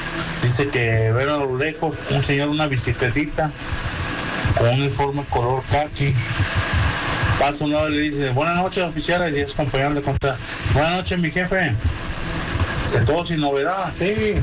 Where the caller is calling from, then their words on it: Guadalajara, Jalisco, Mexico; Desde Guadalajara, Jalisco